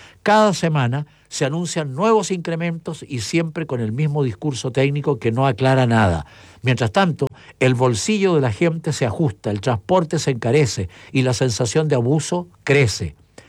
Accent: Chillán, Ñuble, Chile; en Chillán, mi tierra, en Ñuble

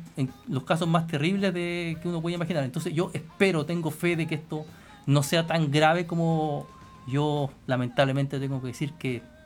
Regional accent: Chile; nosotros como chilenos no nos merecemos.

